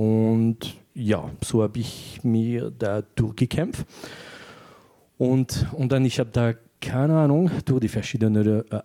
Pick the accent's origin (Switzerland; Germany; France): France; German is a second language; now in Graz, Austria; ich bin Franzose aus Frankreich.